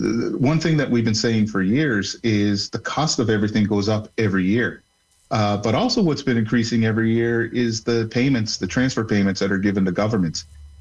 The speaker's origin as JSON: {"language": "English", "region": "Nova Scotia", "country": "Canada", "said": "I'm from Nova Scotia and I was waiting up to a year for it."}